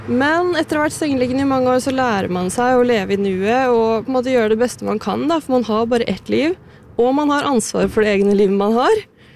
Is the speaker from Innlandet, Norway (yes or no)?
yes; Flisa, Innlandet, Norway; moved away as an adult; now in Oslo, Norway; Jeg er fra Flisa, midt mellom Elverum og Kongsvinger, og så har jeg havnet i byen da. Jeg har alltid vært litt mer urban av meg, så jeg trives veldig godt her.